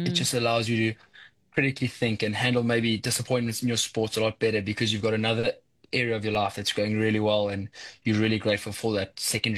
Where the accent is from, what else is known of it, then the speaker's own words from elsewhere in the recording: Port Shepstone, KwaZulu-Natal, South Africa; moved away as an adult; also born or lived in Johannesburg; I'm from Port Shepstone, on the lower south coast of KZN